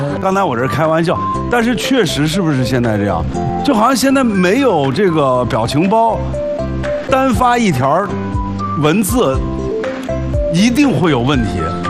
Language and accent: Chinese; China; 所以我们中国有句话叫来而不往非礼也。